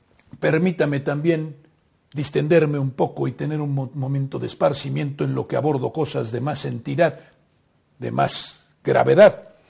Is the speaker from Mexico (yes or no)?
yes; Mexico